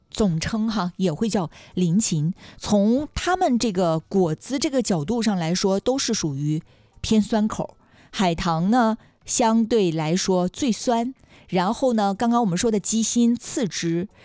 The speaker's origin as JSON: {"language": "Chinese", "town": "Dalian", "region": "Liaoning", "country": "China", "said": "咱们大连人"}